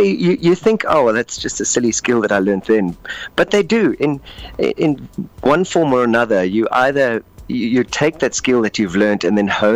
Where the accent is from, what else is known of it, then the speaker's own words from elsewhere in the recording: East London, Eastern Cape, South Africa; I was living in East London, growing up in East London at the time.